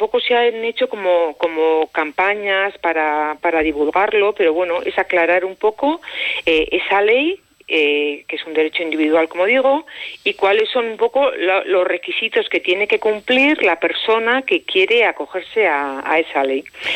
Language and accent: Spanish; Navarre, Spain; estado esta mañana mirando un poco la población de La Rioja y la población de Navarra, puesto que yo soy de Navarra.